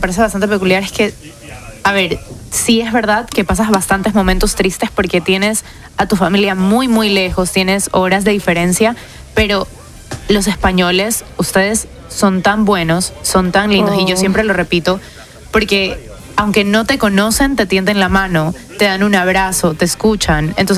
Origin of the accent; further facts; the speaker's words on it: Ecuador; now in Madrid, Spain; Ah, bueno, yo soy de Ecuador. Entonces, claro, estoy en otro continente.